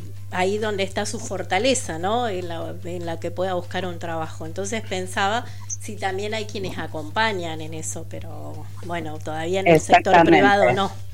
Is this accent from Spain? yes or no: no; El Talar, Buenos Aires Province, Argentina; Sí, a Talar, de Talar Tigre. Somos una localidad